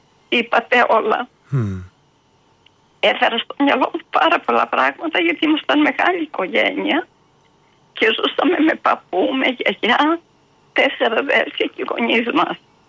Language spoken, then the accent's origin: Greek; Greece; now in Thessaloniki, Greece; Είναι 10 λεπτά απόσταση από το Φρίνιο που βρίσκομαι, λέγεται Πλατανότοπο στο χωριό μου.